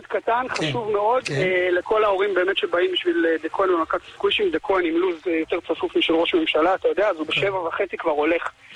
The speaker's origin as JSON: {"language": "Hebrew", "town": "Jerusalem", "region": "Jerusalem District", "country": "Israel", "tie": "born or raised there", "said": "אני גדלתי בירושלים"}